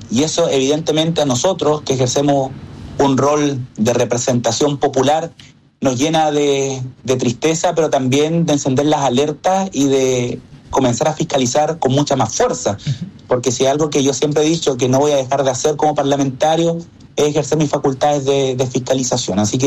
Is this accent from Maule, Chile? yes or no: no; Antofagasta, Chile; yo no soy de la región metropolitana, soy de Antofagasta, pero de igual manera estamos en contacto con los parlamentarios de la zona.